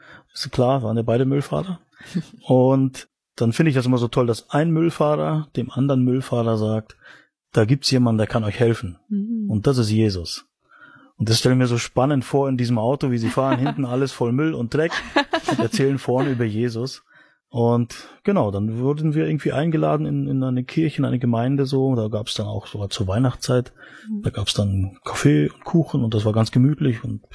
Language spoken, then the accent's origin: German; Mecklenburg-Vorpommern, Germany; moved away as an adult; now in Austria; Komme ursprünglich aus Mecklenburg-Vorpommern, also bin ein Ostdeutscher, weil ich noch vor der Wende geboren bin, zu den DDR-Zeiten. Genau, und bin aber jetzt schon seit 20 Jahren in Österreich als Missionar unterwegs.